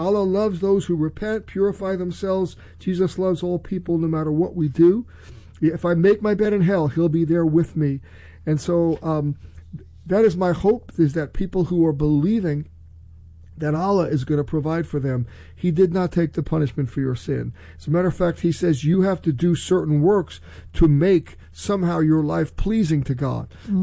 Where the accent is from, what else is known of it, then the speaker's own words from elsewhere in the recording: United States; as an American Christian